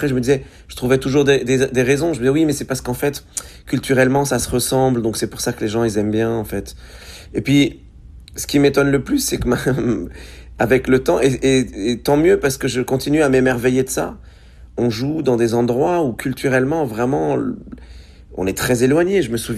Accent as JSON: {"language": "French", "country": "France", "also_born_or_lived": "Lebanon", "said": "je suis un Français"}